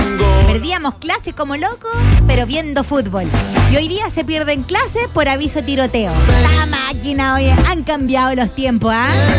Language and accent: Spanish; Chile; Somos buenos para el carrete los chilenos